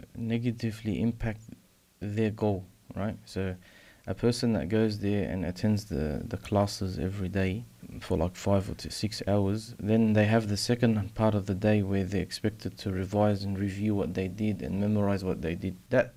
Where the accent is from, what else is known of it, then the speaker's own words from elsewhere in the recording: Australia; born there; moved away as an adult; I was born here in Australia. But to move away from my home and go live and take another place as a permanent home for years, it was hard at the start